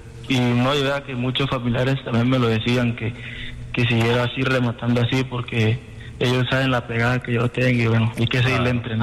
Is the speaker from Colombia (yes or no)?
yes; Apartadó, Antioquia, Colombia; Yo soy de Apartado, Antioquia.